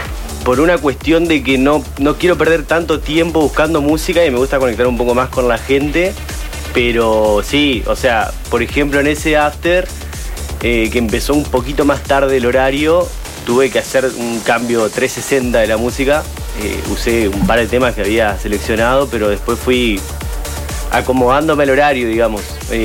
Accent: Paraná, Entre Ríos, Argentina; Paraná, la verdad que si bien es una ciudad chica, tenemos 300.000 habitantes.

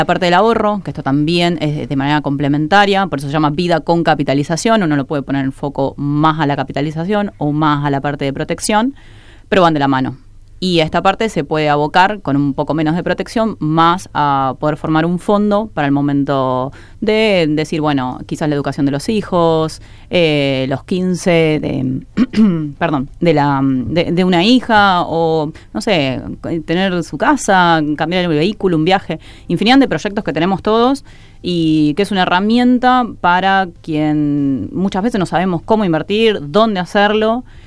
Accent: Pergamino, Buenos Aires Province, Argentina; yo soy de Pergamino y, bueno, justo me encuentro acá trabajando también

